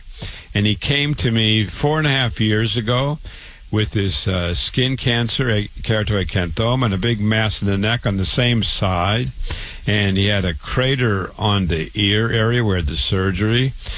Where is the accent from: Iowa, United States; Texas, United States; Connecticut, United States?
Iowa, United States; Waterloo; I'm a board-certified, triple board-certified cancer doctor. I was born and raised in Waterloo, Iowa. I went to public school, university, MD at 25, real medical doctor, MD.